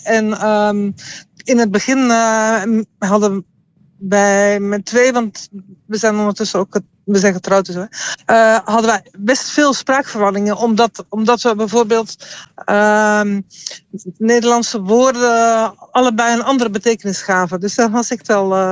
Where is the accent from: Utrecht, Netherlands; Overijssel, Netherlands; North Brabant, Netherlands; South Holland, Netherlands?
Utrecht, Netherlands; moved away as an adult; now in Schoten, Belgium; ik ben geboren en getogen in Utrecht.